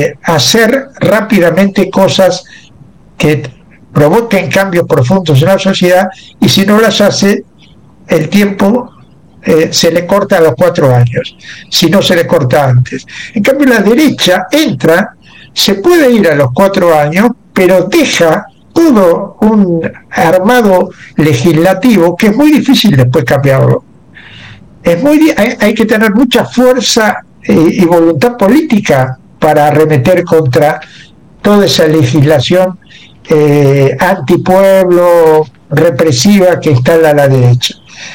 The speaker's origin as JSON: {"language": "Spanish", "country": "Argentina", "said": "en mi país, en Argentina"}